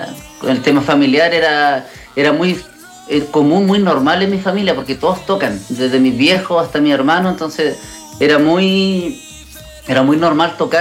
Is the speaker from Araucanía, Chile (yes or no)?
no; Concepción, Biobío, Chile; moved away as an adult; now in Santiago, Chile; soy de Concepción